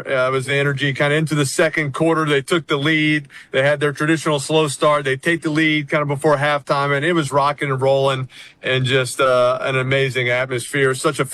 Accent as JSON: {"language": "English", "town": "New Orleans", "region": "Louisiana", "country": "United States", "tie": "born or raised there", "said": "I grew up in New Orleans. I knew what a parade was. I've kind of seen Mardi Gras and thought that was crazy."}